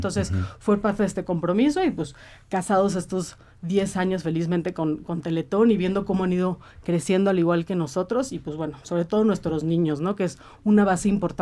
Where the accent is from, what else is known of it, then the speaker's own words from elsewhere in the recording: Mexico; Es muchísimo más importante el porcentaje que donamos todos como ciudadanos mexicanos para apoyar a nuestros niños, ¿no?